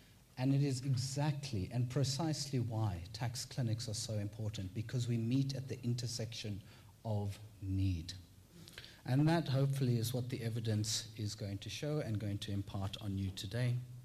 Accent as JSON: {"language": "English", "town": "Bloemfontein", "region": "Free State", "country": "South Africa", "tie": "born or raised there", "also_born_or_lived": "Cape Town, South Africa", "moved": "yes", "lives_now": "Australia", "said": "You might tell from my accent that I don't have the traditional Australian accent. In fact, I was born in the Western Cape, in Cape Town, and I spent most of my childhood in a place called Bloemfontein. So I grew up with the Drakensberg Mountains, I grew up touching this land"}